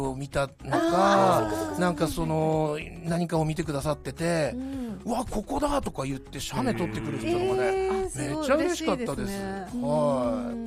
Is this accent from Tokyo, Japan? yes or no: no; Rankoshi, Hokkaido, Japan; 蘭越町出身、僕蘭越町生まれも育ちも蘭越町で、それで高校卒業して3年間ちょっと町外の民間企業に勤めたんですけども、どうしてもやっぱり蘭越町に帰りたくって